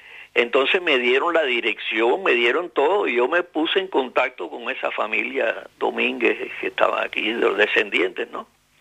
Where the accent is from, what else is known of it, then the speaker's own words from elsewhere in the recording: San Antonio de los Baños, Artemisa, Cuba; born there; ahí en San Antonio de los Baños, que es donde yo nací